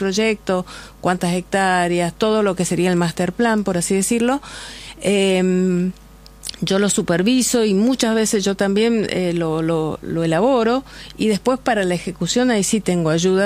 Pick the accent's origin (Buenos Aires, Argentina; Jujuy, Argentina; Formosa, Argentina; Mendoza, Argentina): Mendoza, Argentina; Por eso vengo de Mendoza y estamos, claro, formando que, estamos, o sea, formando gente